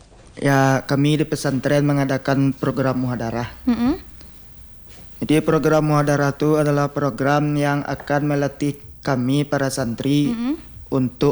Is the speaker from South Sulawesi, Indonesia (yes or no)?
no; West Sumatra, Indonesia; saya berasal dari Nagari Tandike. Mm-hmm. Di Kabupaten Padang Pariaman.